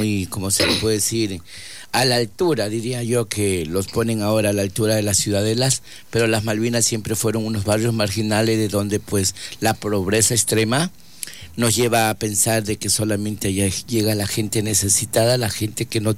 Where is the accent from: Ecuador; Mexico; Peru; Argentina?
Ecuador; Guayaquil, Guayas; also born or lived in Esmeraldas; yo soy de Guayaquil, claro que nacido en Esmeralda de corazón, porque ahí está mi color, ¿no? Orgullosamente esmeraldeño, pero yo me crié en Guayaquil.